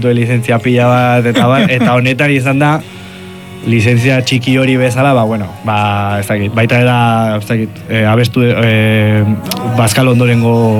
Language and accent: Basque; Pamplona, Navarre, Spain; Iruñan bizi izan naiz eta jaio egin naiz